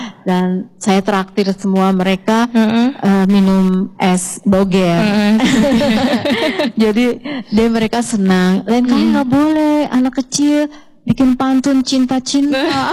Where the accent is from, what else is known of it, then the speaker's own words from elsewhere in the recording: Depok, West Java, Indonesia; Saya mewakili Jawa Barat.